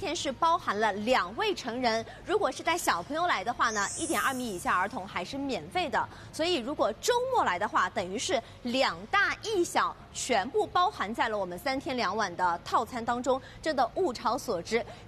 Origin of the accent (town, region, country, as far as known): Shanghai, China